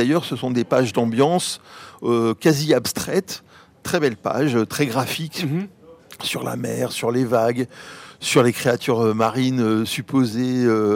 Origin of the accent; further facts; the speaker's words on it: Martinique, France; moi, j'ai grandi à la Martinique et j'y retourne régulièrement